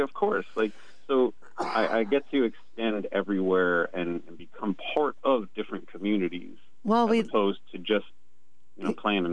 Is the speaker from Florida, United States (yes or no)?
no; Long Island, New York, United States; moved away as an adult; also born or lived in Arizona; now in Southwest, United States; Originally, I'm from New York, Long Island, and I spent about 23 years there. I moved out to Arizona, and I've been out in Arizona about 23 years, and now I'm kind of fully nomadic between the Southwest, New Mexico, Nevada